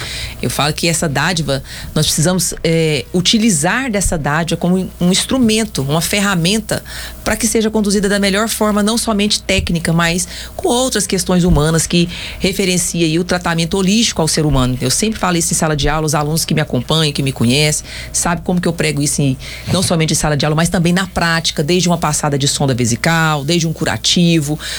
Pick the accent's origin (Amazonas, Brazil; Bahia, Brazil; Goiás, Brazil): Goiás, Brazil; also born or lived in Taguatinga, Federal District / Niquelândia / Goiânia; criada na roça lá em Niquelândia, lá no seu Manuel Pedreiro.